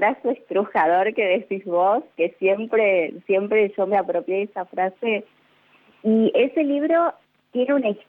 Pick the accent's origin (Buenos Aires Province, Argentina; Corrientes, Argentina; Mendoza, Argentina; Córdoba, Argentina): Buenos Aires Province, Argentina; Banfield; Desde siempre, desde ya 46 años que tengo hoy, viví siempre acá.